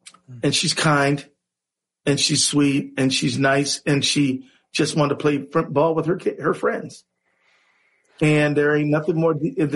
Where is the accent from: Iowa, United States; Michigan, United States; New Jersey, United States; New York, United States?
Michigan, United States; Detroit; moved away as an adult; now in Minnesota, United States; I was born and raised in Detroit, I lived my whole adult life in Minnesota. But when I, from zero to about 22, I lived in Detroit.